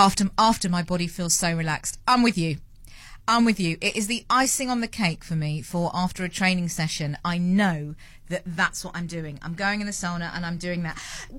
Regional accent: United Kingdom; accent: British; now in Cape Town, South Africa; I've been saying sauna in my terribly British accent.

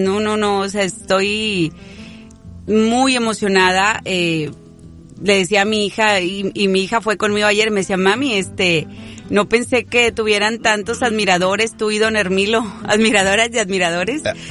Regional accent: Zaragoza, Mexico; moved away; mucha gente de Zaragoza que fue a saludarme ayer, muchas gracias a las personas de allá de mi pueblo que fueron a saludarme

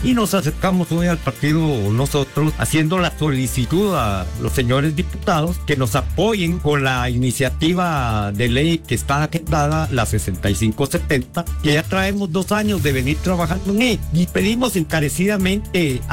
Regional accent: Escuintla, Guatemala; Yo vengo del departamento de Escuintla.

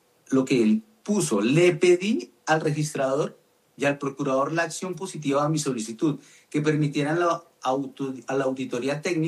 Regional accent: Colombia; por lo menos la percepción que tiene uno como colombiano

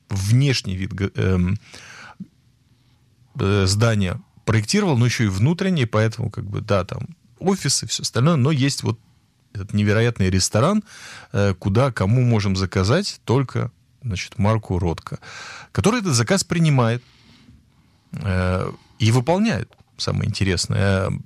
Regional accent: Latvia; вот я сам из Латвии, вот для меня очень важно было

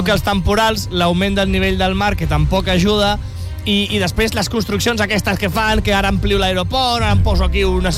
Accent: Castelldefels, Catalonia, Spain; Això em toca de prop, perquè a Castelldefels, que és d'on jo soc, i tenim un fenomen que cada any, a l'estiu, i quan comença la temporada de bany, arriba una draga

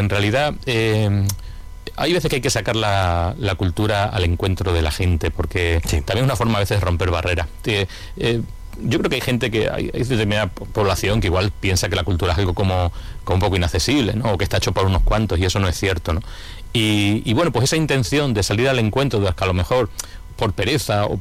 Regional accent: Plasencia, Extremadura, Spain; los placentinos tendremos a ser como muy críticos con Plasencia

